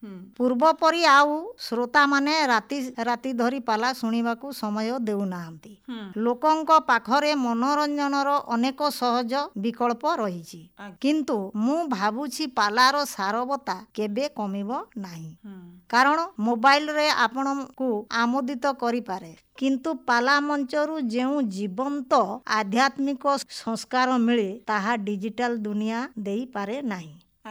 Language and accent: Odia; Odisha, India; ମୁଁ ନୂତନ ପିଢ଼ିର ଝିଅମାନଙ୍କୁ କହିବି ଯେ ପାଲା ହେଉଛି ଆମ ଓଡ଼ିଆ ଜାତିର ଅସ୍ମିତା, ଏହାକୁ ଆପଣେଇବା ଗର୍ବର ବିଷୟ।